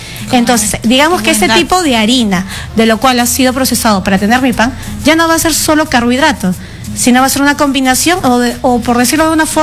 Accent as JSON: {"language": "Spanish", "country": "Peru", "said": "nosotros como peruanos nos encanta comer."}